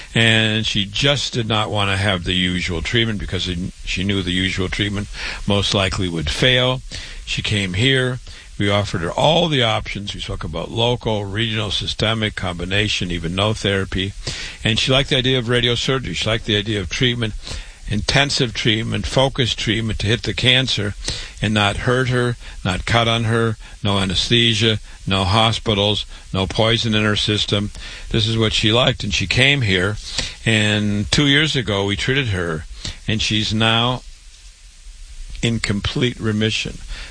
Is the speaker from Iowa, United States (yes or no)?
yes; Waterloo, Iowa, United States; I was born and raised in Waterloo, Iowa. I went to public school there.